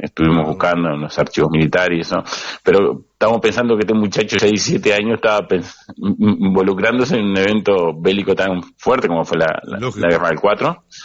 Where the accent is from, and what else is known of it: Uruguay